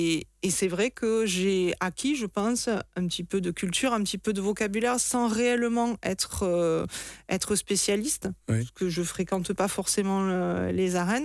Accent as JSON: {"language": "French", "region": "Occitanie", "country": "France", "tie": "born or raised there", "moved": "as an adult", "lives_now": "near Nîmes, France", "said": "Je suis donc originaire d'à côté de Béziers, qui est une ville où il y a une forte tradition taurine aussi."}